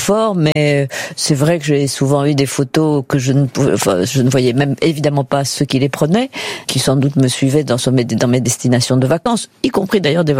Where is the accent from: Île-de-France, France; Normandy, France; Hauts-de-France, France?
Île-de-France, France; Paris; also born or lived in Auvergne; À l'époque, j'allais souvent dans mon pays natal qui est l'Auvergne, mais je n'y ai pas vécu, je le précise. J'y suis née, mais mes parents étaient déjà à Paris.